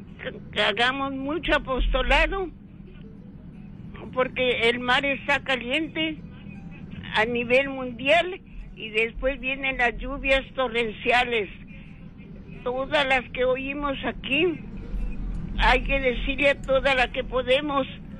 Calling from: Chiclayo, Lambayeque, Peru; de Chiclayo.

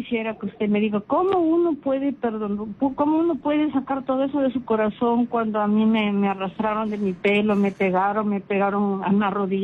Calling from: Chiclayo, Lambayeque, Peru; le llamo desde Chiclayo.

